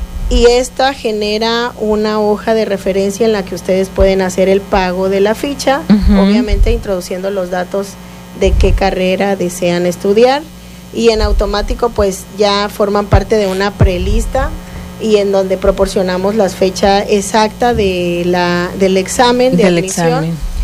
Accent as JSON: {"language": "Spanish", "country": "Mexico"}